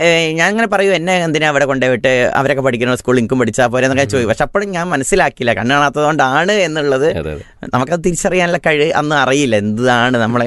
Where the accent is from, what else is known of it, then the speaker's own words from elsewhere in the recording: Koodaranji, Kerala, India; കോഴിക്കോട് ജില്ലയിലെ മലയോര മേഖലയിലെ ഒരു പ്രദേശമാണ് കൂടരഞ്ഞി. അവിടെയാണ് ജനിച്ചു വളർന്നത്.